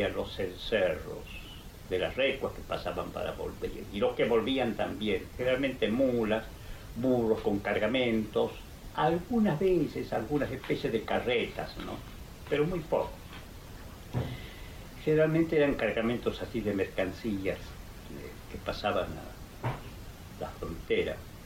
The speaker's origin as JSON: {"language": "Spanish", "town": "Abrapampa", "region": "Jujuy", "country": "Argentina", "tie": "born or raised there", "said": "el ferrocarril Central Norte argentino se pasó por mi pueblo de Abrapampa en 1913, y la casa y mi casa estaba sobre el camino real, el camino que va desde acá hasta Bolivia"}